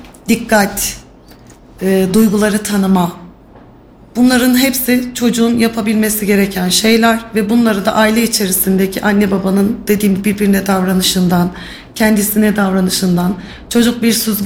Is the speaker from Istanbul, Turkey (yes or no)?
no; Kayseri, Turkey; Ben de Kayseri'nin yerlisiyim. Eşim de Kayseri'nin yerlisi.